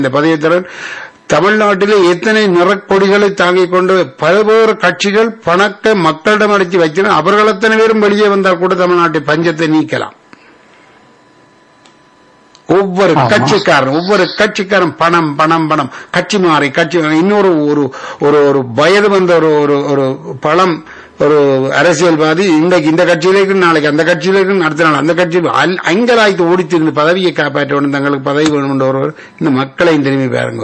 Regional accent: Sri Lanka; நானும் ஒரு ஆசியான நாடு, நான் ஸ்ரீலங்கன், இலங்கை இந்தியா பங்களாதேஷ் பாகிஸ்தான் போன்ற அரசாங்கங்கள்லாம் ஊழல் நிறைந்தது.

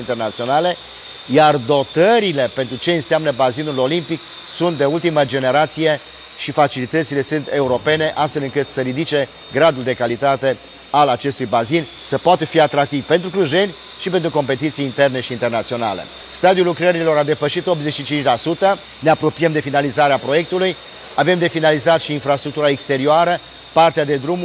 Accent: Cluj-Napoca, Cluj County, Romania; aici la noi acasă, la Cluj

